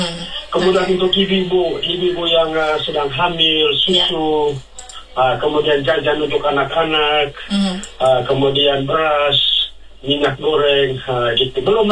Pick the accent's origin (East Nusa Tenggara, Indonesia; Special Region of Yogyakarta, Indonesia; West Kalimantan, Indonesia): East Nusa Tenggara, Indonesia; Manggarai; now in Jakarta, Indonesia